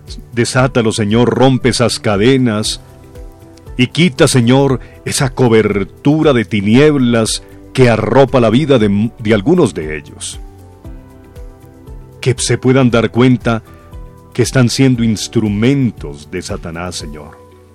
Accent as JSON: {"language": "Spanish", "country": "Colombia", "said": "que nos amemos realmente como colombianos"}